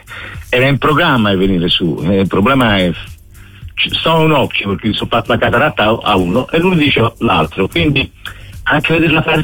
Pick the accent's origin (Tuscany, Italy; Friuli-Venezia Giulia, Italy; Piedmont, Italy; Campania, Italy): Tuscany, Italy; Florence; now in Bari, Italy; Io sono fiorentino, ma sto da parecchi anni qua a Bari e continuo ad essere tifoso Viola